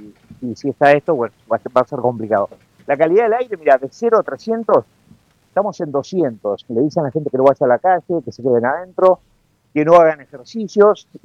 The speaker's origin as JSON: {"language": "Spanish", "country": "Argentina", "lives_now": "Staten Island, United States", "said": "Soy muy reconocido cuanto a que soy de Argentina, porque no hay tantos argentinos acá."}